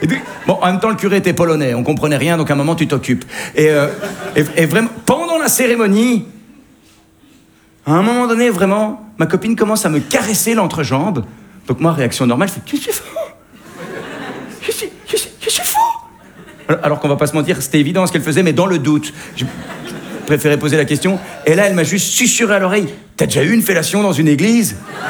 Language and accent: French; Belgium